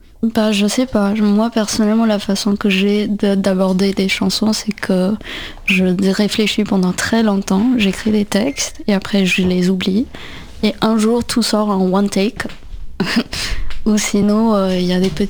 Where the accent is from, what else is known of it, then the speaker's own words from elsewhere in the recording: India; now in Paris, France; J'ai grandi en Inde.